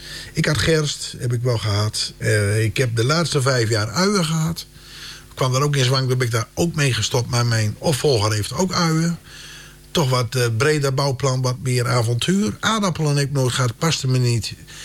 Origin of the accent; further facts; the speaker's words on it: Westerwolde, Groningen, Netherlands; ik kwam natuurlijk uit Vesterwolde.